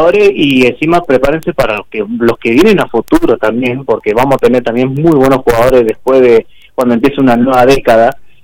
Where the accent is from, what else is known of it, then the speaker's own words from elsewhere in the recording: Argentina; nos ha unido como argentinos, como así, como familia.